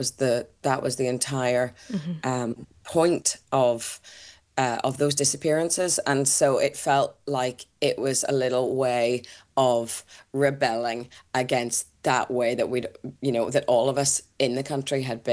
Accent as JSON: {"language": "English", "town": "Belfast", "region": "Northern Ireland", "country": "United Kingdom", "tie": "born or raised there", "moved": "yes", "said": "around where I grew up near the Belfast Castle"}